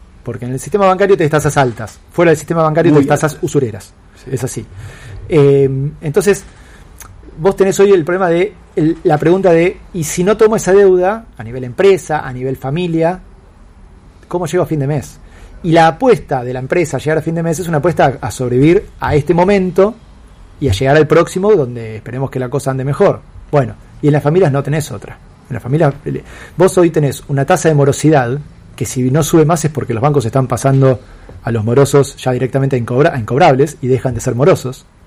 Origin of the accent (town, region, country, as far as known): Argentina